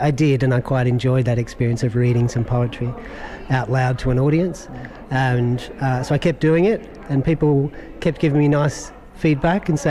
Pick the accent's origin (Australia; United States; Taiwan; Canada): Australia; Victoria; now in Mullumbimby, Australia; I grew up on the Great Ocean Road in Melbourne